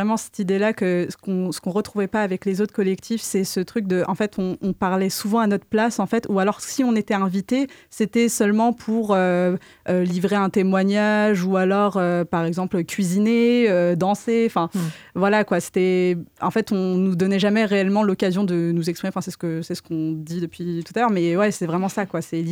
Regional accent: Nantes, Pays de la Loire, France; moi je suis nantaise, je suis née à Nantes, j'ai grandi à Nantes

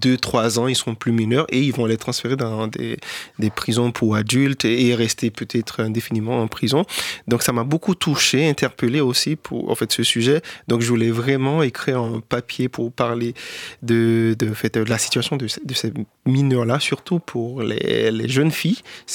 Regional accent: Haiti; moved away; Au fait, en 2019, avant de quitter Haïti, parce que j'ai quitté Haïti en juin 2019, j'avais déjà commencé à travailler sur en fait, la condition de détention des mineurs dans les prisons en Haïti

